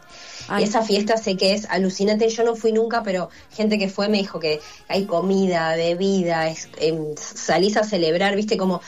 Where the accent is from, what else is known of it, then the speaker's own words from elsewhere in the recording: Argentina; somos argentinos